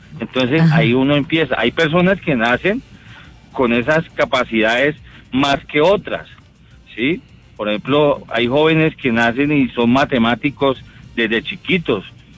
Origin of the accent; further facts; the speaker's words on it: Bogotá, Bogotá D.C., Colombia; Sí, yo soy de aquí de Bogotá.